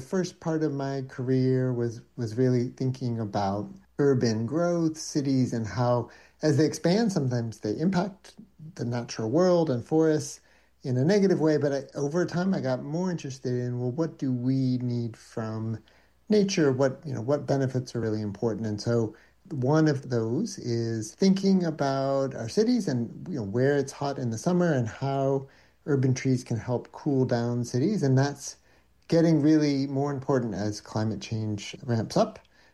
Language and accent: English; North Carolina, United States; moved away as an adult; also born or lived in Massachusetts; I'm from North Carolina, the south of the U.S., and sort of fell in love with, you know, wild nature there, playing around in the southern Appalachians, sandhills, and then actually lived a bit in Massachusetts